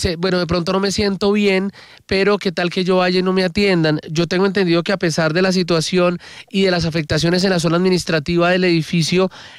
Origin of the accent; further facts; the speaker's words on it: Colombia; todos somos colombianos